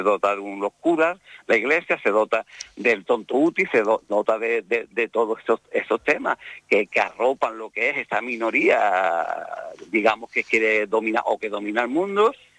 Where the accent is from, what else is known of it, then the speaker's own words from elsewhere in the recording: Andalusia, Spain; accent: Andalusian; Yo soy andaluz, hablo malamente, pero no es que hable malamente, es que hablo andaluz, porque soy andaluz